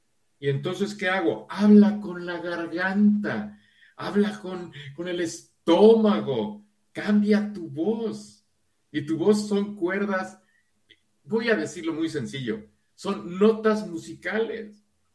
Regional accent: Cuba; Oye, chico, mira, yo soy de Cuba. ¿Y qué tiene de malo hablar como?

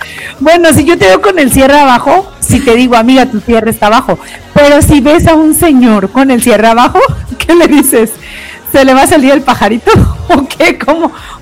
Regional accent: Mexico; para los que somos mexicanos y no somos colombianos países

